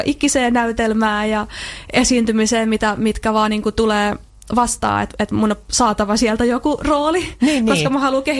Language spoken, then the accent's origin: Finnish; Pori, Satakunta, Finland; accent: Pori dialect; also born or lived in Jyväskylä; Suurimman osa mun lapsuudesta mä oon viettänyt Meriporissa. Mä oon kasvanut käytännössä Uudessa Niityssä ja niin, kyllä Meripori on semmoinen, niin kun jos mä mietin mun lapsuutta, niin se Meripori on sitä mun huudia.